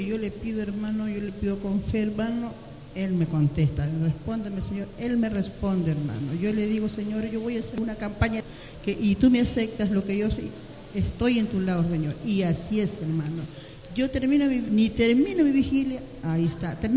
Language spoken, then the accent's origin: Spanish; El Agustino, Lima, Peru; Yo vengo del Agustino